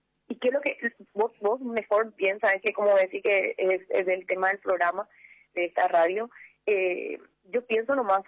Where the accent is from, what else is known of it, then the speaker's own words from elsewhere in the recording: Paraguay; como paraguaya, como mujer paraguaya.